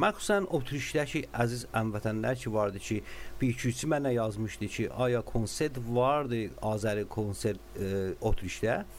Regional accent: Iran; Yəni, vaqən iftihar eləyəm ki, bir dənə Azərbaycanlıyam və bizim fərhəngimiz belə qəni bir fərhəngdir

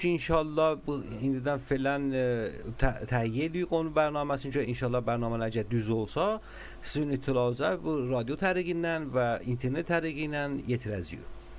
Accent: Iran; Vaqən mən öz yerimdə iftihar eləyəm ki, bir dənə Azəriyəm

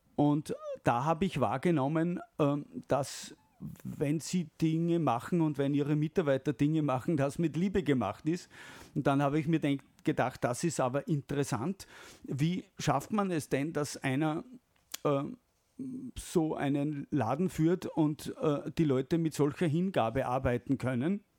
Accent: Salzburg, Austria; Das kennt man als Salzburger

